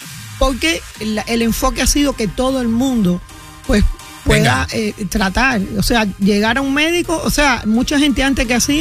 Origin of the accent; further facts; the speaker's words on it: Cuba; accent: Cuban; now in United States; Y cuando nosotros llegamos a los Estados Unidos, porque yo también soy emigrante, como puedes oír, mi acento es cubano y hoy es regreso.